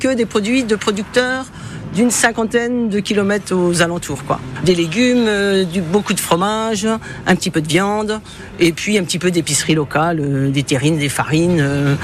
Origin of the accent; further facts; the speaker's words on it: Fontenoy, Bourgogne-Franche-Comté, France; moved away; moi je suis de Fontenoy. Enfin, j'habitais Fontenoy juste à côté. Bon, maintenant j'ai déménagé